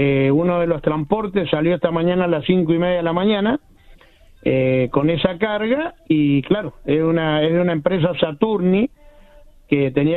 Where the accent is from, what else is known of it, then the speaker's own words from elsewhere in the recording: Mendoza, Argentina; Nosotros somos del barrio Pueyrredón.